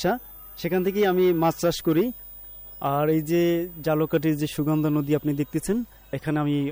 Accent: Jhalokati District, Barisal Division, Bangladesh; also born or lived in Dhaka; ঝালকাঠির জেলা নলছিটি উপজেলার চোদ্দবুড়িয়া গ্রাম।

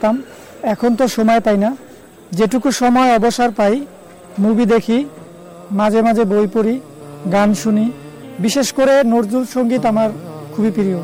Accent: Naldanga, Khulna Division, Bangladesh; now in Dhaka, Bangladesh; Jhenaidah, Naldanga.

